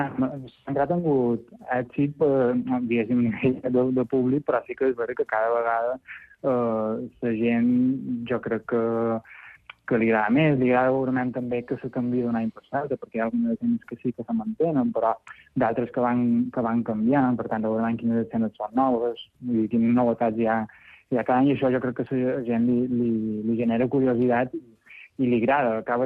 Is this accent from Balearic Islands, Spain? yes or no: yes; Balearic Islands, Spain; jo som del Cudi